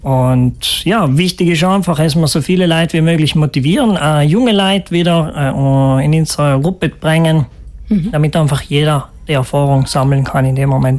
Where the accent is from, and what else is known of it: Trentino-Alto Adige, Italy